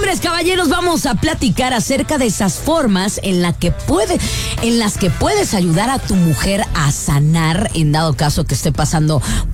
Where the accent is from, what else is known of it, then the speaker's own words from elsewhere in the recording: Guadalajara, Jalisco, Mexico; moved away as an adult; now in United States; tu servidora … este par de tapatías que importaron desde Guadalajara, Guadalajara, Jalisco, México.